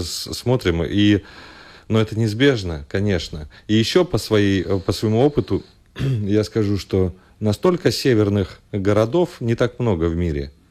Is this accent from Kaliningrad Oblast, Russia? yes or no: yes; Kaliningrad, Kaliningrad Oblast, Russia; Я родился в Калининграде. Нет, я всю жизнь в Калининграде прожил, но родился на Смоленщине, например. Корни с Кавказа.